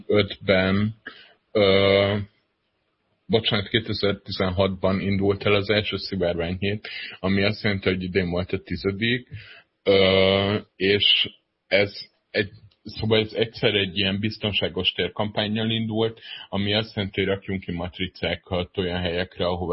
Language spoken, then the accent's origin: Hungarian; Pécs, Baranya, Hungary; nekem Pécs jutott eszembe, ahol én Pécsről származom